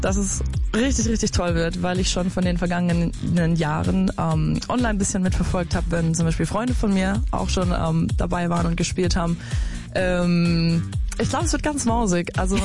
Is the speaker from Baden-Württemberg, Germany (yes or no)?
yes; Baden-Württemberg, Germany; accent: Swabian; also born or lived in London; weil ich tatsächlich Schwabe bin. Also gebürtig komme ich aus der Nähe von Stuttgart und bis vor, keine Ahnung, 4 oder 5 Jahren habe ich nicht mal Hochdeutsch sprechen können.